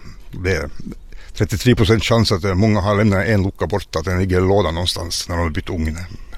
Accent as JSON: {"language": "Swedish", "country": "Finland", "said": "som finnar"}